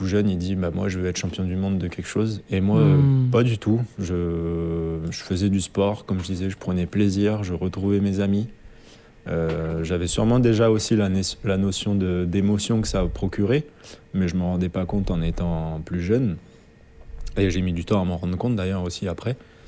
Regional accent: Austral Islands, French Polynesia; born there; moved away; je suis né à Rapa. Donc c'est pas Rapa Nui, c'est pas l'île de Pâques, c'est Rapa Iti. Et c'est une île des Australes en Polynésie.

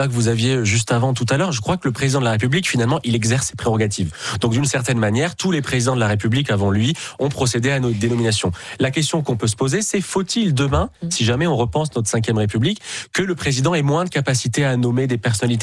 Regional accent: France; born there

